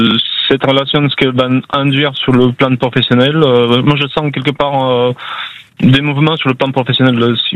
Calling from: Occitanie, France

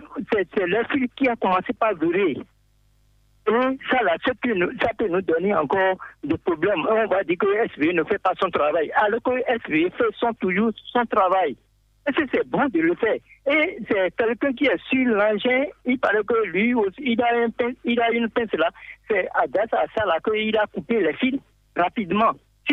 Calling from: Benin; nous, le peuple béninois

